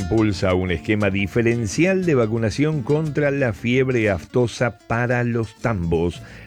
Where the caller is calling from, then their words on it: Córdoba, Argentina; Hola amigos … de la Docta.